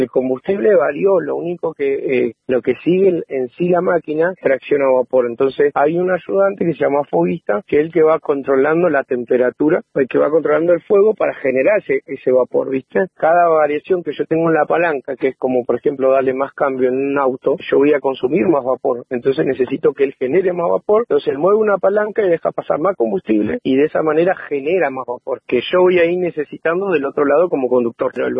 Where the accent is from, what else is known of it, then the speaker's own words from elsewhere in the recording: Esquel, Chubut, Argentina; soy el maquinista acá de La Trochita. Soy de Esquel, tengo 37 años. Vengo de tercera generación, más o menos, que trabajó en el tren.